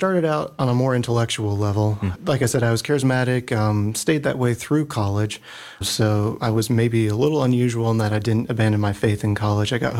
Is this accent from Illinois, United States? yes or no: no; North Carolina, United States; moved away; I'm actually from a South Carolina parish. If you look at where I'm from, it'll show South Carolina, but I'm actually from North Carolina.